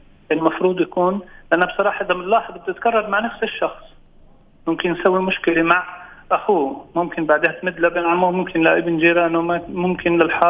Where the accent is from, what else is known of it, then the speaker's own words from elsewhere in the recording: West Bank, Palestine; عندنا بالضفة الغربية